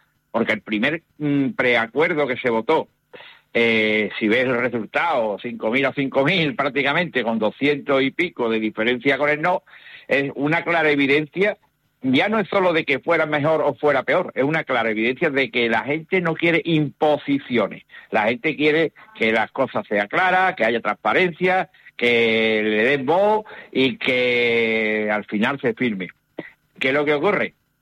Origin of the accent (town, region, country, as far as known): Cádiz, Andalusia, Spain